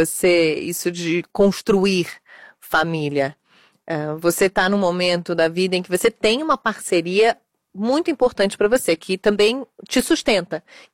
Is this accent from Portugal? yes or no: yes; Portugal; Porque pra mim, que vim de Portugal, não ter criado raízes foi uma questão.